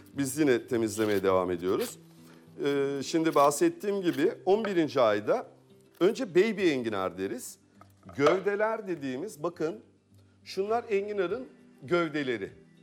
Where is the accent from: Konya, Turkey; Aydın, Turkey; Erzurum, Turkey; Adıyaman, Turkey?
Aydın, Turkey